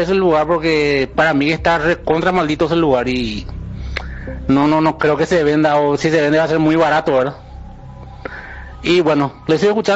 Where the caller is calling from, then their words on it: Guarambaré, Central, Paraguay; la ciudad de Guarambaré.